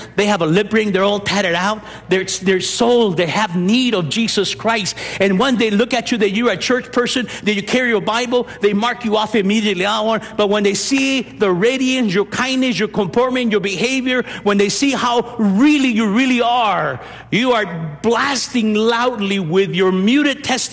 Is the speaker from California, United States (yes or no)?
yes; Montebello, California, United States; I'm from Montebello.